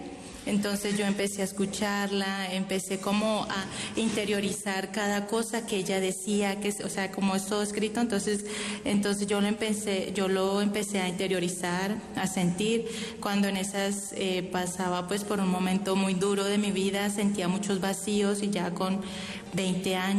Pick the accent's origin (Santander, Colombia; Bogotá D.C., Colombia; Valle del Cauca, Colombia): Valle del Cauca, Colombia; born there; empecé a ir como de mi pueblo hacia Palmira. Pues me tocaba un transcurso, digamos, de una media hora en el bus